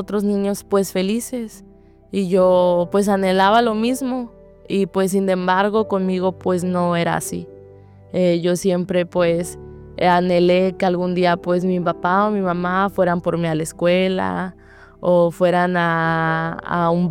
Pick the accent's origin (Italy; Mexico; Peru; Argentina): Mexico; Monterrey, Nuevo León; Tengo 17 años de edad. Yo vengo de Monterrey, Nuevo León.